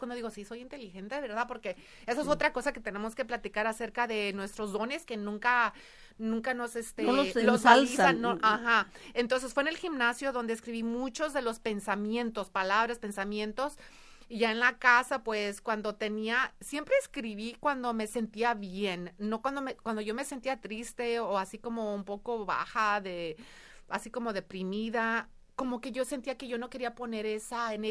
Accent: Mexico; Es que sí nos criaron como mujeres mexicanas, latinas, mujeres de color en este país.

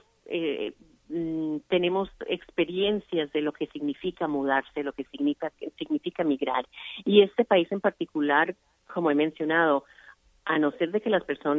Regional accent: Colombia; moved away; inmigrante. Entonces, mi meta era contar la historia de la inmigración de mi familia, de cuando llegamos de Colombia.

